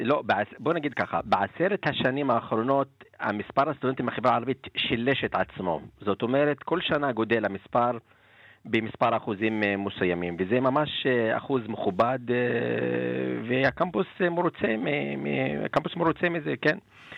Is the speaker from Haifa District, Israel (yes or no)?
no; Northern District, Israel; moved away as an adult; במקור צפונאי, מערב אל-עלם של יד הגבול. אני כבר חיים ארוכים בבר אילן, אני גדלתי בבר אילן מאז גיל, בוא נגיד 20 ועד היום.